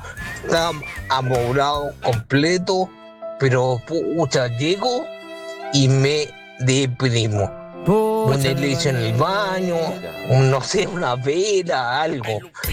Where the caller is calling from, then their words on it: Quilpué, Valparaíso, Chile; Yo vivo en Quilpué y vivo solo en un departamento.